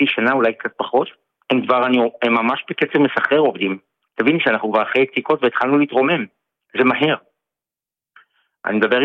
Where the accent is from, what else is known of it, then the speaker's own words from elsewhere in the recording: Kiryat Shmona, Northern District, Israel; קריית שמונה, אני נולדתי פה וגדלתי פה.